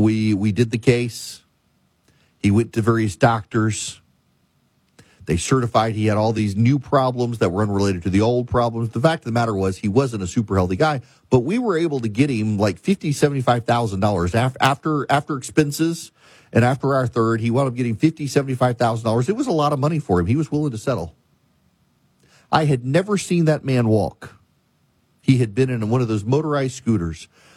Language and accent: English; Louisiana, United States